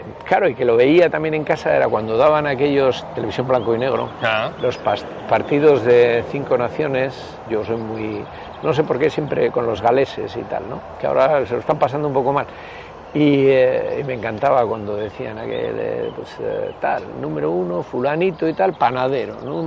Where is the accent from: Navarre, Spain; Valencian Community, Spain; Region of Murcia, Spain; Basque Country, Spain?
Basque Country, Spain; Bilbao; me llevaba de pequeño a ver en San Ignacio, jugaban en el barrio de San Ignacio, el equipo que luego jugué yo, el Bilbao Rugby Club.